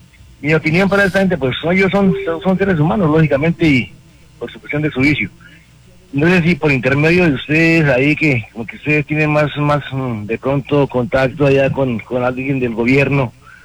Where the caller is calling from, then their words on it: Sogamoso, Boyacá, Colombia; aquí de Sogamoso.